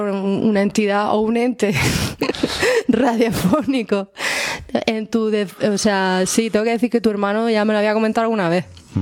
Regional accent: Almería, Andalusia, Spain; No sé por qué soy de Almería

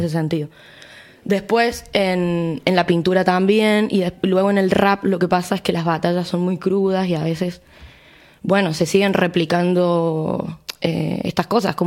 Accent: Córdoba, Argentina; now in Spain; yo vengo de Córdoba capital.

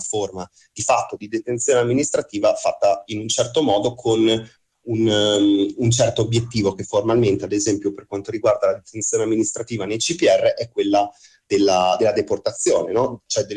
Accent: Trieste, Friuli-Venezia Giulia, Italy; noi veniamo dalla città di Trieste

